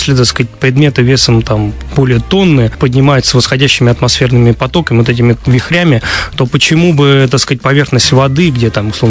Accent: Moscow, Russia; мы все, москвичи

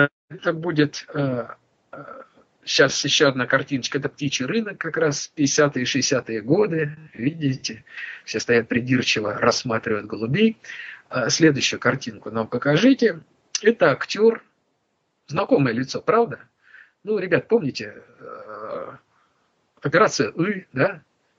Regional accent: Moscow, Russia; я же старенький, да? Мне 60 лет, поэтому я застал еще вот такую Москву с голубятнями. Я помню свое детство, я вырос на Арбате.

